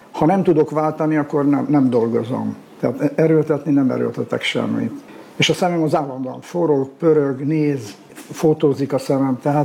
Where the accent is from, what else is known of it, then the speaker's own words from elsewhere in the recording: Hungary; born there; tehát ide születtem